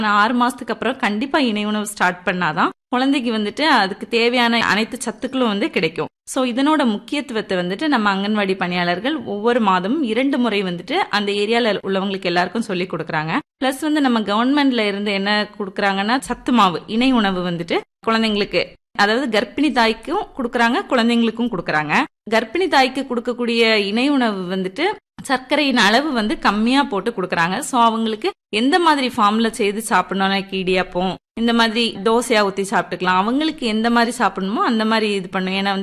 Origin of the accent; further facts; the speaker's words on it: Kanyakumari district, Tamil Nadu, India; நான் வந்துட்டு இளந்தேடுத்தட்டுங்கிற கன்னியாகுமரி மாவட்டத்துல இளந்தேடுத்தட்டுங்கிற கிராமத்துல பிறந்தேன்.